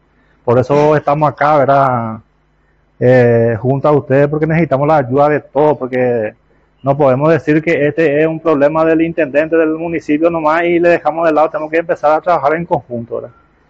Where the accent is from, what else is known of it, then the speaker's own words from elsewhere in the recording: Peru; Todos somos peruanos, todos somos gente de bien, gente trabajadora.